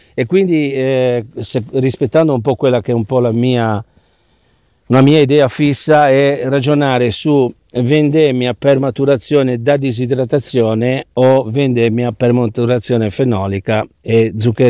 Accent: Genoa, Liguria, Italy; ci aggiungo anche da genovese

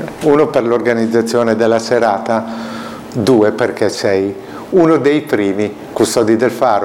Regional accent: Cremona, Lombardy, Italy; now in Genoa, Italy; Io sono di Cremona, andare a Busseto sono solamente 18 chilometri, per cui frequentiamo abitualmente quei posti.

